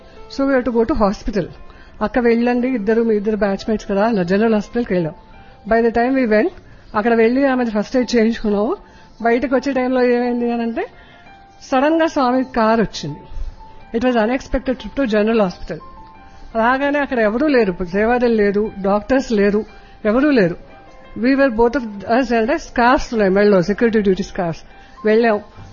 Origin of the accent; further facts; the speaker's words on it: Hyderabad, Telangana, India; నేను హైదరాబాద్ నుండి వచ్చాను.